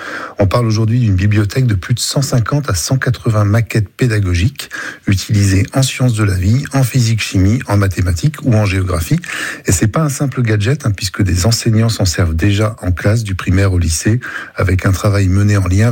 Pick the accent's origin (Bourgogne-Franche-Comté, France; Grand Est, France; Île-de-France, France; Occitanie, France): Bourgogne-Franche-Comté, France; Vous avez dit bourguignonne, moi je dis nivernaise, je suis originaire de la Nièvre.